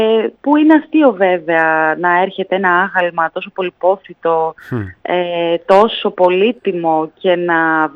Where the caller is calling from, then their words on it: Athens, Attica, Greece; σας μιλάω από την Αθήνα αυτή τη στιγμή